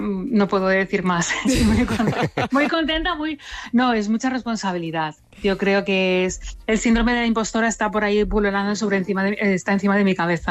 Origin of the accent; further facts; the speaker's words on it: Andratx, Balearic Islands, Spain; born there; me encanta mi pueblo y volverá a salir Andratx también.